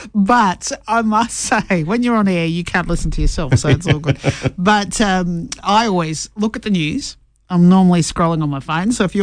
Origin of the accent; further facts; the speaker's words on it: Mackay, Queensland, Australia; We grew up in Mackay.